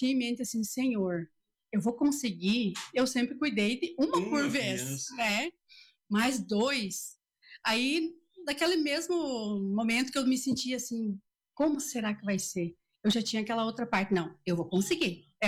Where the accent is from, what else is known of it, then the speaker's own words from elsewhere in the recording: Brazil; moved away; isso lá no interior ainda, que eu sou do interior, né? Qual é a localidade? Eu sou lá de Santo Tomé.